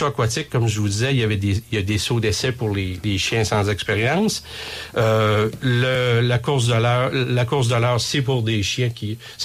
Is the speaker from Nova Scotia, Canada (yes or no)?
no; Quebec, Canada; nous, on est Québécois